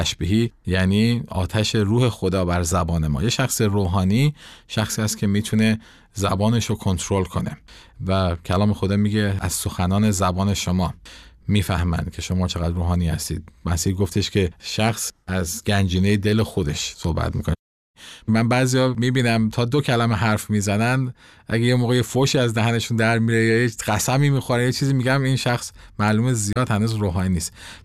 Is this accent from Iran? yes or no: yes; Iran; همه میگیم ما ایرانی هستیم